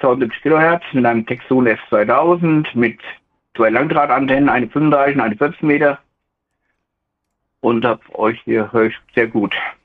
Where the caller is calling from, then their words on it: Lower Saxony, Germany; Das ist 21 Kilometer südöstlich von Hildesheim.